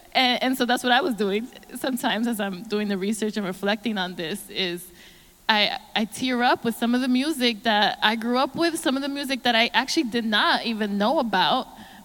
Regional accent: New York City, New York, United States; growing up in Williamsburg, Brooklyn

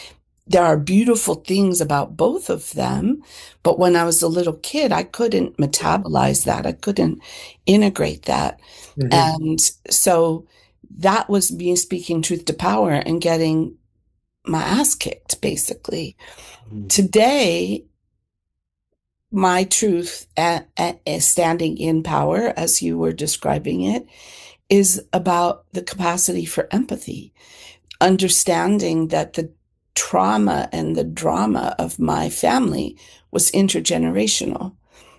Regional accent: Berkeley, California, United States; also born or lived in San Joaquin Valley, California / New Orleans; I grew up in Berkeley, but I was born in the San Joaquin Valley to a farming family.

